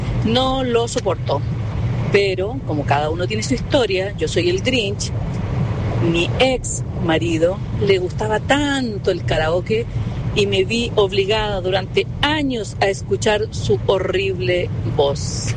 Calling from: Santiago, Santiago Metropolitan Region, Chile; estoy llamando de Santiago, de la comuna de Ñuñoa.

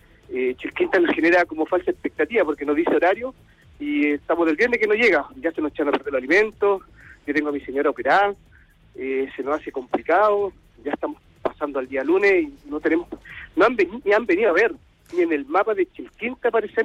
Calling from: Limache, Valparaíso, Chile; Te llamo de San Alfonso, del sector de Limache.

